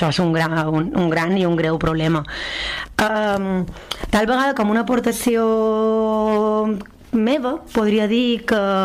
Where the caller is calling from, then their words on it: Balearic Islands, Spain; Jo com a mallorquina